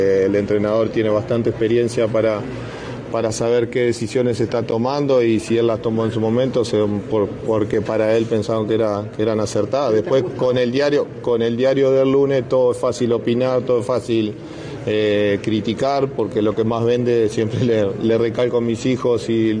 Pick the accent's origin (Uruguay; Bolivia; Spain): Uruguay; somos uruguayos